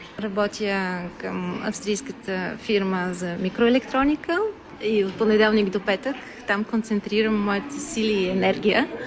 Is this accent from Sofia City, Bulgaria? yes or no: yes; Sofia, Sofia City, Bulgaria; moved away as an adult; also born or lived in Pleven, Bulgaria; now in Graz, Austria; Аз съм родом от Плевен, съм израснала в София. В Австрия дойдох преди 25 години да работя и така тук останах, пуснах корени, създавах моето семейство